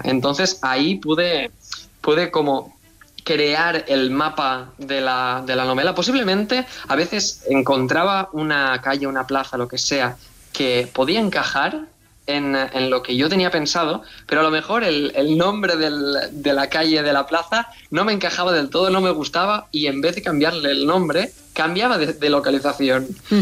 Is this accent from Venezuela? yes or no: no; Tavernes de la Valldigna, Valencian Community, Spain; ambientado en Tabernas de la Valldigna, en mi pueblo de Valencia